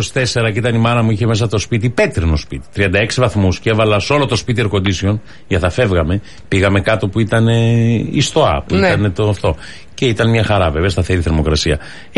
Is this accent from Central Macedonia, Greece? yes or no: no; Gytheio, Peloponnese, Greece; Στην πατρίδα μου στο Γήθιο, πώς θα είναι ο καιρός του ζέστη, ε? Πάμε νότια.